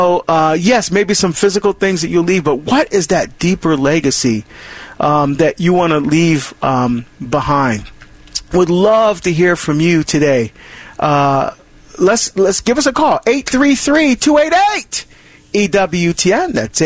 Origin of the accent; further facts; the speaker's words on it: Barbados; Well, yeah, Calypso, you know, because we're from Barbados.